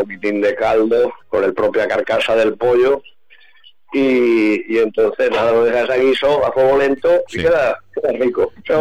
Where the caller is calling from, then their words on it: Murcia, Region of Murcia, Spain; he inaugurado un pequeño negocio aquí en Espinardo.